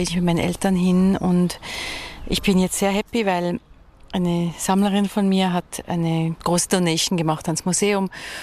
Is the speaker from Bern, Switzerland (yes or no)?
no; Basel, Basel-Stadt, Switzerland; moved away as an adult; also born or lived in Zurich; ich bin ja in Basel geboren, habe dort studiert, bin von Basel dann weggegangen, sozusagen schon als junge Frau, viel auf Reisen.